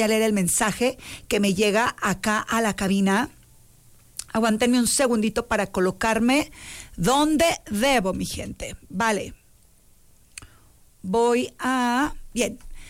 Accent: Mexico; Somos mexicanos.

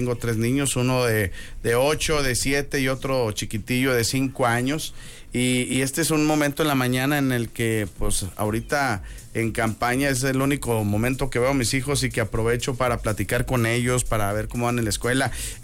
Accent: Saltillo, Coahuila, Mexico; toda mi preparación académica ha sido en escuela pública. En Saltillo tenemos muy buenas escuelas públicas. Estuve en la primaria en la Anexa, la Normal, en la secundaria en la Margarita Maza de Juárez

